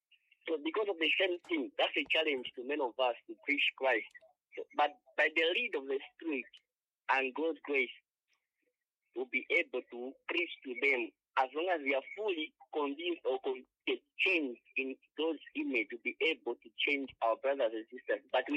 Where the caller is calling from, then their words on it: Lusaka, Lusaka Province, Zambia; I'm calling from Lusaka.